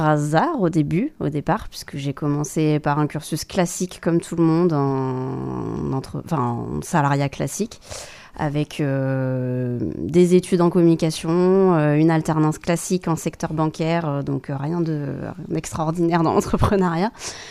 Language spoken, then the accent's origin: French; Périgueux, Nouvelle-Aquitaine, France; also born or lived in Bordeaux; now in Ménesplet, France; je viens de Périgueux, oui.